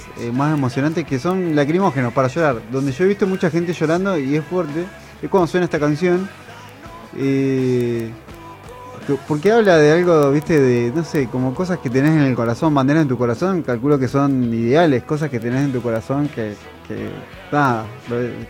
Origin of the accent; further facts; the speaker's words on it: Patagonia, Argentina; nosotros somos patagónicos, ir hasta el norte del país, hacer toda una...